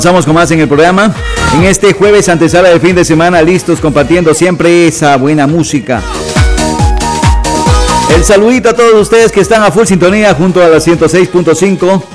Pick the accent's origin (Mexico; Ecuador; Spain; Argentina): Ecuador; como todo buen ecuatoriano que somos